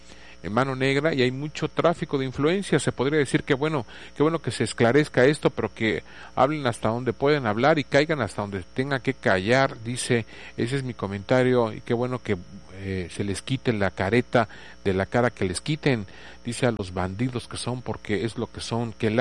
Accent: Ciudad del Carmen, Campeche, Mexico; Acuérdense que somos campechanos también, ¿eh? Somos carmelitas de Campeche.

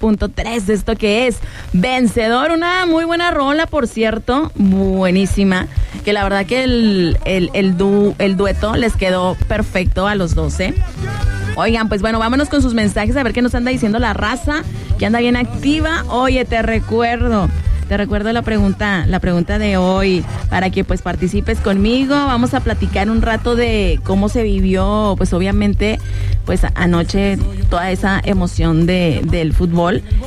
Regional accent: Mexico

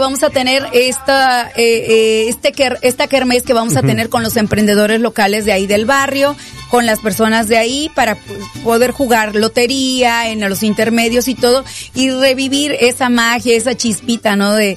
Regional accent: Mexico; todo lo bonito que somos los mexicanos.

